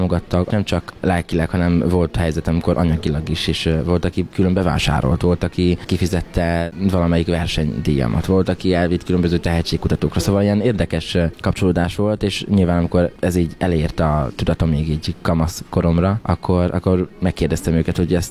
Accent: Kápolna, Heves, Hungary; born or raised there

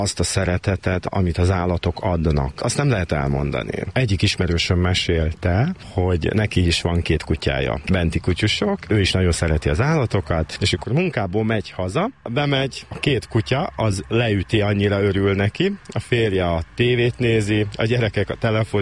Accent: Odorheiu Secuiesc, Harghita, Romania; also born or lived in Székesfehérvár, Hungary; now in Sárszentmihály, Hungary; Erdélyből származom, Székelyudvarhelyről, és akkor kiköltöztem ide Székesfehérvárra még anno szülőkkel

